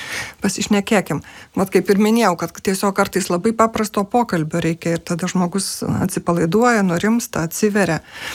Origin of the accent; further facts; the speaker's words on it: Šiauliai, Šiauliai County, Lithuania; esu iš Šiaulių, toks miestas, kur ten viskas labai paprastai ir aišku.